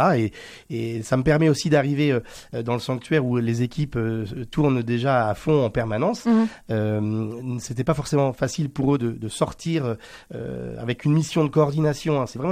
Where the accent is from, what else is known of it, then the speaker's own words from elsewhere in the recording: Normandy, France; Je suis normand, donc j'habite entre Rouen et Le Havre